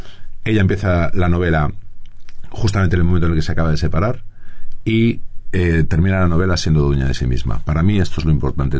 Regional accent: Madrid, Community of Madrid, Spain; yo soy madrileño y un poco del mismo barrio que Antonio.

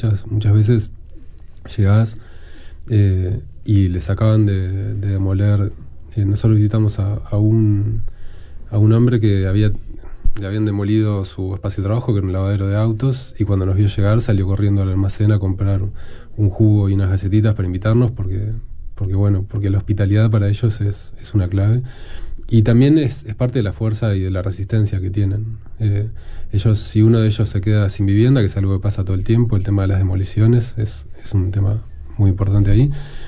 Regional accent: Uruguay; es importante, sí, que como uruguayos hagamos nuestra parte

